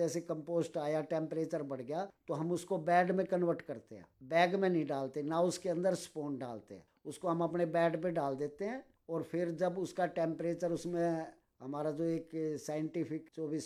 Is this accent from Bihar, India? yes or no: no; Delhi, India; मैं दिल्ली का रहने वाला हूँ तो यहाँ मैं बना नहीं सकता